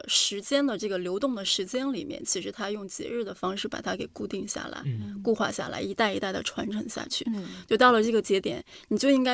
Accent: China; 我们中国人

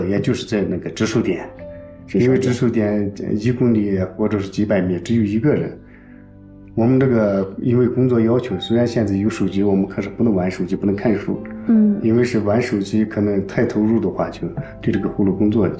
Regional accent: Gansu, China; moved away as an adult; now in Tibet, China; 我是甘肃的。

